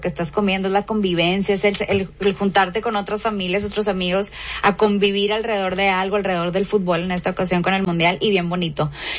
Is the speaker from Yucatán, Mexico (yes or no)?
no; Monterrey, Nuevo León, Mexico; Nos encanta verlos, nos encanta, es que si somos los regios